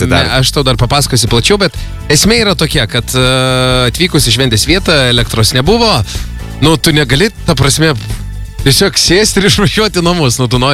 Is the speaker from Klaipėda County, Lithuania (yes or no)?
yes; Klaipėda, Klaipėda County, Lithuania; kaip klaipėdiečiai